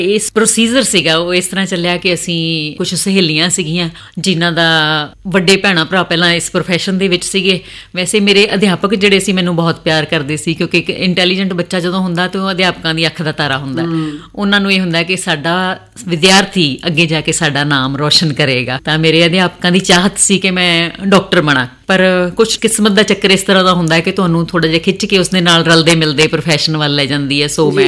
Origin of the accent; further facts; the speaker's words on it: Punjab, India; ਸ਼ਾਦੀ ਵੀ ਬਹੁਤ ਨੇੜੇ ਹੋਈ, ਮੇਰੇ ਪਿੰਡ ਤੋਂ ਕੋਈ ਤਕਰੀਬਨ 6 ਕਿਲੋਮੀਟਰ ਦੂਰ ਕਸਬਾ ਸੁਲਤਾਨਪੁਰ ਲੋਧੀ, ਜਿੱਥੇ ਮੇਰੀ ਸ਼ਾਦੀ ਹੋਈ।